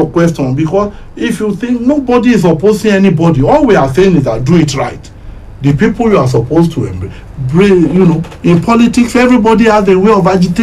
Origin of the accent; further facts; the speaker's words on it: Ondo, Nigeria; first language Yoruba (Akure dialect); English is a second language; I will use my mother tongue to speak. I cannot be speaking English. In fact, I would prefer to speak Akure.